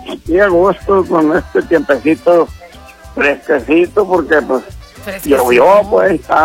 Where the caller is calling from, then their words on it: Jesús María, Mexico; aquí en Jesús María.